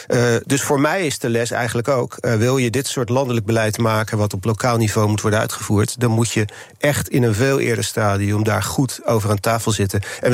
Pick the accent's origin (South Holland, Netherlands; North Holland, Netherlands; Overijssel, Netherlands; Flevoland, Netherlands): South Holland, Netherlands; Delft; born there; Ja, ik ben trouwens geboren in Delft.